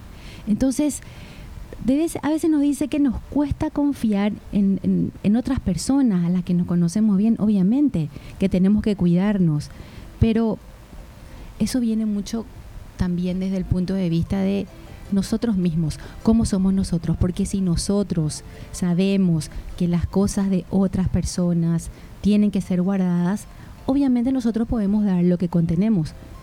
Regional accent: Paraguay

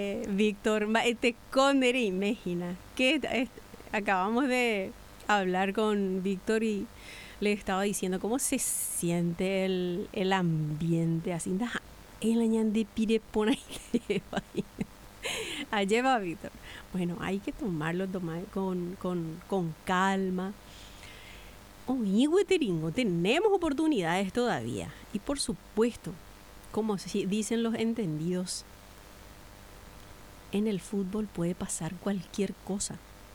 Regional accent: Paraguay; por lo que somos paraguayos, por nuestra identidad.

